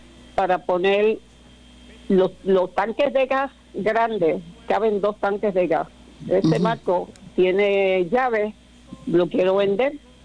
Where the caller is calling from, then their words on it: Guánica, Puerto Rico; Estoy llamando de Guánica.